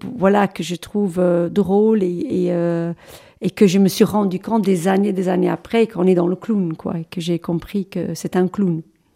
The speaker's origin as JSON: {"language": "French", "region": "England", "country": "United Kingdom", "second_language": "French", "said": "moi je suis anglaise, donc à la base"}